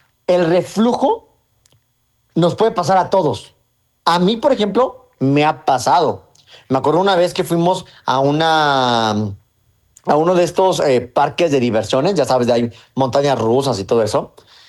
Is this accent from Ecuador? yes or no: no; Mexico; lo cual nos pasa a todos porque somos mexicanos y comemos tortilla.